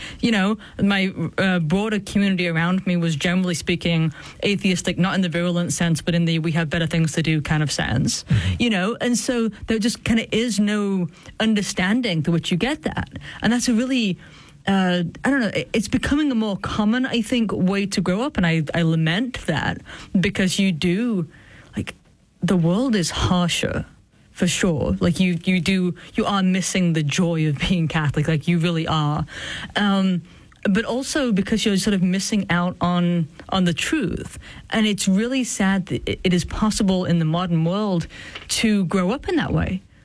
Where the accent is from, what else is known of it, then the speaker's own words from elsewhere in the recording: England, United Kingdom; I think we're roughly the same age, but I was growing up in England